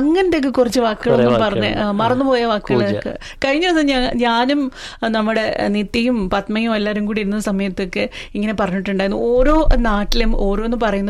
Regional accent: Thiruvananthapuram, Kerala, India

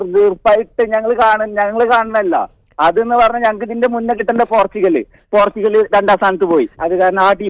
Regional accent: Peringode, Kerala, India; നാട്ടില് ഞാന് പെരിങ്ങോട്.

